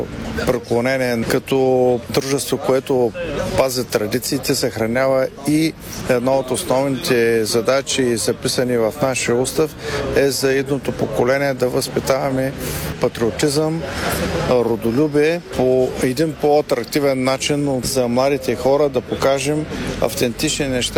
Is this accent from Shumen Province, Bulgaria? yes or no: yes; Shumen, Shumen Province, Bulgaria; И като шуменци сме длъжни да отдадем почет на Панайот Волов.